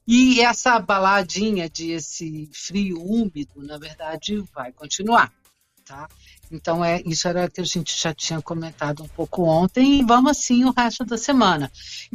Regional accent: Minas Gerais, Brazil; eu sou de Minas, né?

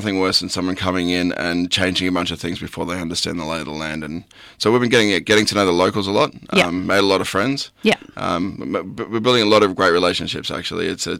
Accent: Victoria, Australia; I was from Gippsland originally, moved to Melbourne a bit. You always come back to the country.

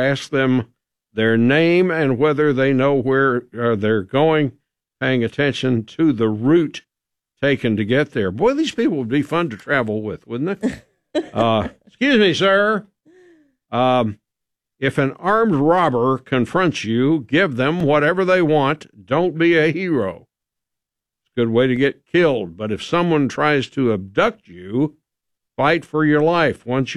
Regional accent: Lexington, Kentucky, United States; born or raised there

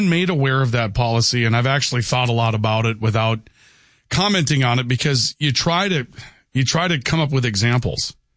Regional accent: Valley City, North Dakota, United States; moved away; My hometown of Valley City, it had kind of three parks, but really two.

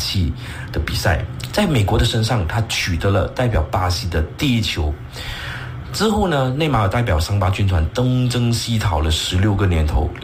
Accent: Seremban, Negeri Sembilan, Malaysia; 就连我家乡芙蓉的人口都多过他的这个国家

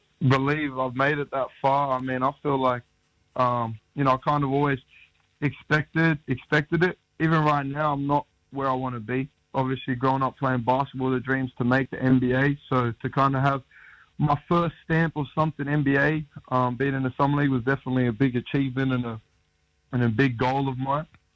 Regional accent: Sydney, New South Wales, Australia; growing up in Redfern in Sydney, footy, rugby league is the main sport.

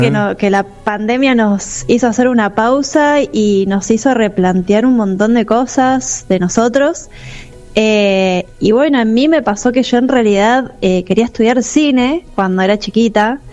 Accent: Mendoza, Argentina; moved away as an adult; now in La Bordeboy, Argentina; Yo soy mendocina.

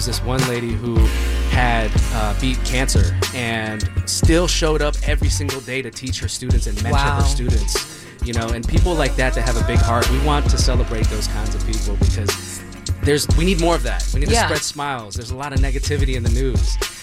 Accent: Philippines; I'm Filipino.

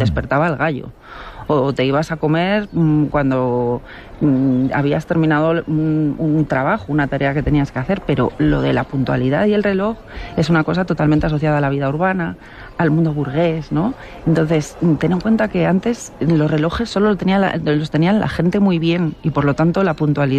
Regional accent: Ponferrada, Castile and León, Spain; y además que yo soy una parvenue de Ponferrada.

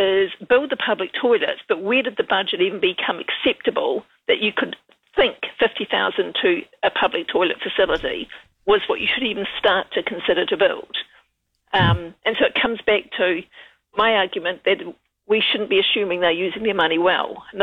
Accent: Wellington, New Zealand; Seriously, I come from Wellington

